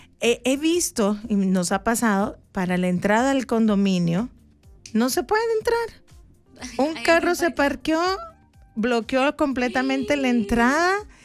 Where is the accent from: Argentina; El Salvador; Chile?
El Salvador